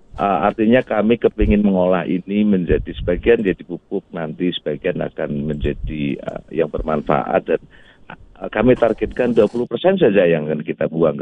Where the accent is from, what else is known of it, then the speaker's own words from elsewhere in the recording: Dieng, Central Java, Indonesia; kalau kami orang Dieng